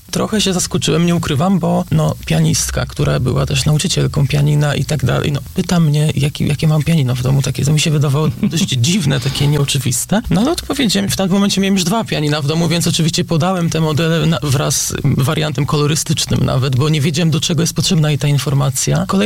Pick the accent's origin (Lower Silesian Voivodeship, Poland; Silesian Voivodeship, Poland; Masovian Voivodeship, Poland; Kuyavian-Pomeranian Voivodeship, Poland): Kuyavian-Pomeranian Voivodeship, Poland; Toruń; born there; urodziłem się w Toruniu, więc można tak powiedzieć dosłownie od urodzenia, natomiast no, bywam tutaj praktycznie codziennie, więc można tak powiedzieć, że już się określam jako osoba mieszkająca tutaj.